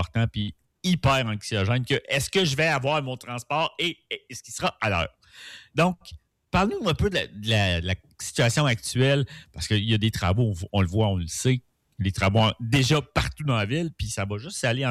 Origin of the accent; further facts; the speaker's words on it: Trois-Rivières, Quebec, Canada; born there; quand je suis né